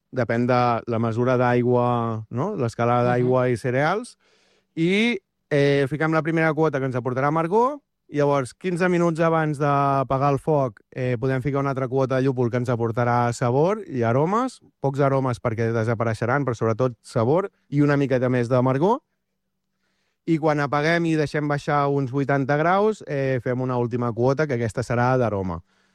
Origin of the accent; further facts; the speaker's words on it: Arenys de Mar, Catalonia, Spain; Arenys de Mar, sempre. Capital de l'Almaresma.